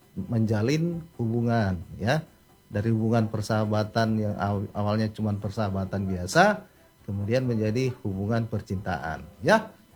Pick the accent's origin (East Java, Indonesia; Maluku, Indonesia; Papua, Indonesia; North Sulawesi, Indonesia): North Sulawesi, Indonesia; torang orang Manado atau torang orang Sulawesi Utara